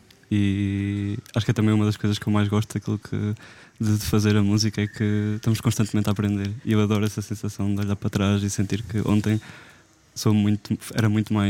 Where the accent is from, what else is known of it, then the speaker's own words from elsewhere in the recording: Portugal; moved away as an adult; now in Berlin, Germany; Vim de Portugal, que é um país tão solarengo, tão aberto, tão quente